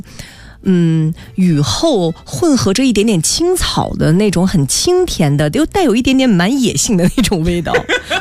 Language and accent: Chinese; Lanzhou, Gansu, China; 就我们兰州人叫炝一下，